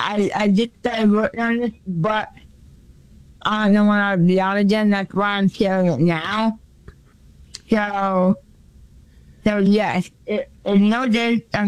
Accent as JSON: {"language": "English", "region": "New England", "country": "United States", "said": "So I'm from New England."}